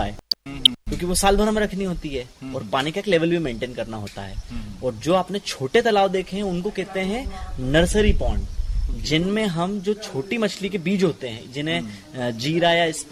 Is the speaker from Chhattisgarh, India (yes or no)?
no; Hirapur, Madhya Pradesh, India; मैं ग्राम हीरापुर से हूँ, जिला सीहोर से।